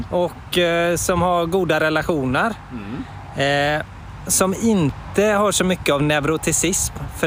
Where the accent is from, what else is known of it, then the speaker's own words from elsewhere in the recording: Västra Götaland County, Sweden; now in Halland, Sweden; Alltså jag är ju en västgöte i exil